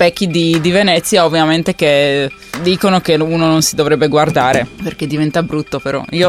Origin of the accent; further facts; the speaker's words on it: Martin, Žilina Region, Slovakia; born there; Italian is a second language; Io sono nata in Martin, infatti lì è il posto che oggi raccontiamo un po'.